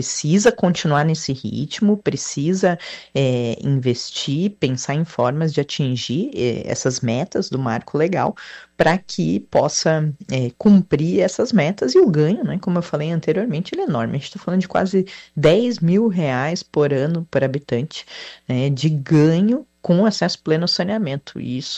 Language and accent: Portuguese; Joinville, Santa Catarina, Brazil; eu estou em São Paulo hoje, mas eu sou de Joinville.